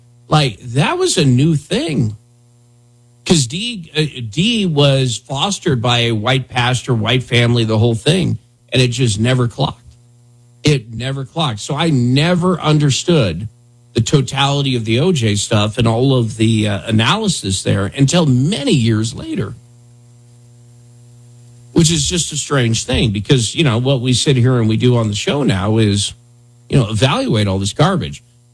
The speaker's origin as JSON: {"language": "English", "region": "Wyoming", "country": "United States", "tie": "born or raised there", "said": "It was one of those things growing up in Wyoming."}